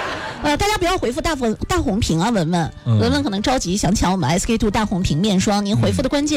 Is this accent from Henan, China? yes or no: yes; Henan, China; accent: Henan dialect; first language Henan dialect; Chinese is a second language; 我就小时候就是说方言长大呀，说河南话长大的。